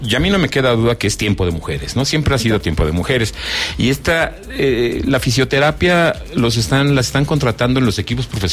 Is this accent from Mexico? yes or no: yes; Zacatecas, Mexico; bienvenidas a mi tierra Zacatecas.